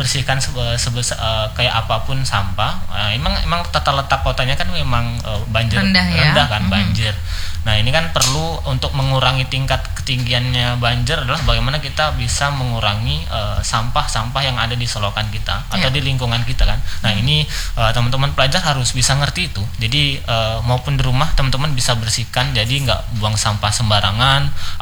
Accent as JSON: {"language": "Indonesian", "region": "East Kalimantan", "country": "Indonesia", "tie": "born or raised there", "moved": "yes", "lives_now": "Samarinda, Indonesia", "said": "saya kan lahir sebenarnya bukan di Samarinda, tapi saya lahir di Kukar, Kutai Kartanegara. Saya orang asli Kutai memang"}